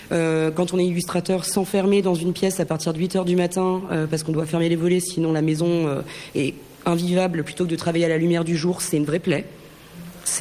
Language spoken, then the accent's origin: French; the Alps, France; comme toi, je suis des Alpes